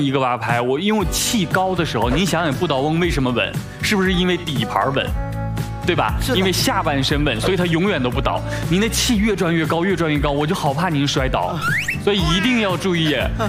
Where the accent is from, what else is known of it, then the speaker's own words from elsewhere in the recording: China; 其实我觉得有相似之处，它是我们中国人自己，我们最骨子跟内核里的我们的性格。